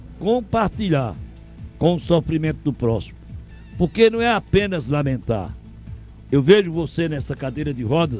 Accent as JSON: {"language": "Portuguese", "town": "Altinho", "region": "Pernambuco", "country": "Brazil", "moved": "yes", "lives_now": "Caruaru, Brazil", "said": "ele é de Barra de Guabiraba e eu sou de Altinho."}